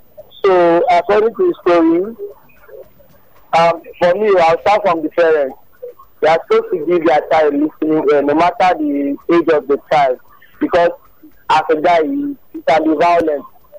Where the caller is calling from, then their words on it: Ogun, Nigeria; I'm calling from Ogun State.